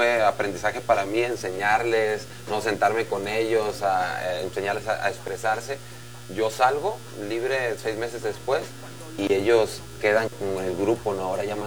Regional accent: Tepic, Nayarit, Mexico; Soy de Tepic, Nayarit, orgullosamente.

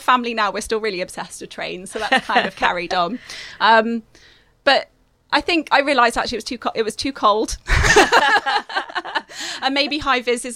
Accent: Diss, East of England, United Kingdom; So I grew up in Diss, which is sort of in the south of Norfolk, right near the train station.

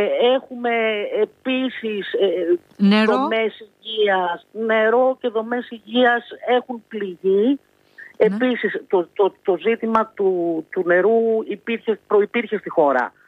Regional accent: Greece

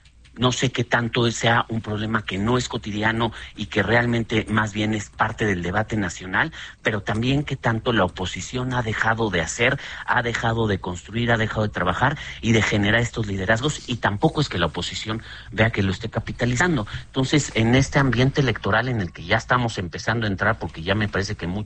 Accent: Mexico; seguimos siendo todos mexicanos y mexicanas

